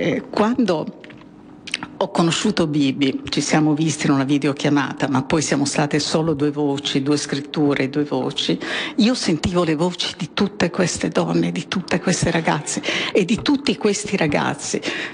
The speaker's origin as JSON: {"language": "Italian", "region": "Sardinia", "country": "Italy", "tie": "born or raised there", "said": "Io sono cresciuta in Sardegna, è una cultura arcaica"}